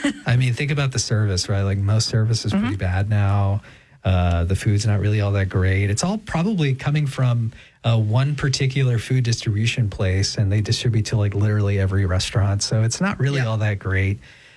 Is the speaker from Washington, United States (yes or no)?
no; California, United States; now in Texas, United States; Well, I'm not from Texas. I'm from California, but I live in Texas.